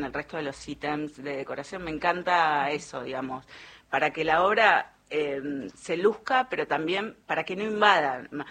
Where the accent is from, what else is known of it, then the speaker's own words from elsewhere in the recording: Buenos Aires Province, Argentina; porteña, que no soy porteña porque soy oriunda de la zona sur del conurbano bonaerense